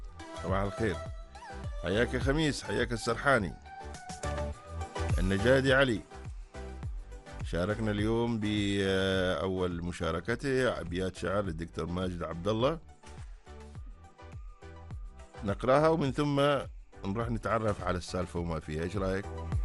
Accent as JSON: {"language": "Arabic", "country": "Oman", "said": "اللهم احفظ بلادنا سلطنة عمان"}